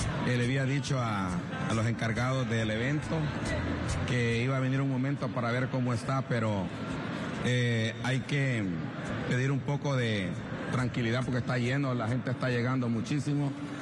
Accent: Honduras; pueblo que somos la mayoría de hondureños

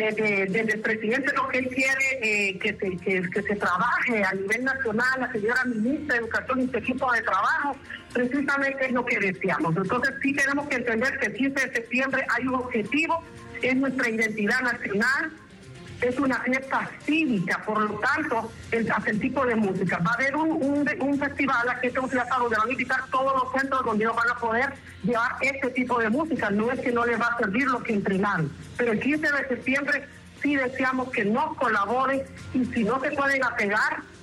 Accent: Honduras; nos identifica como hondureños

